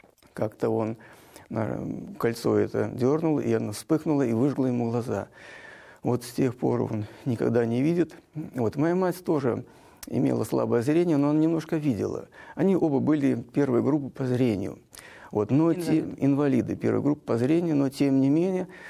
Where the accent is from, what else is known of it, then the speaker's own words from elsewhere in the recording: Grodno, Grodno Region, Belarus; born there; Я родился в городе Гродно.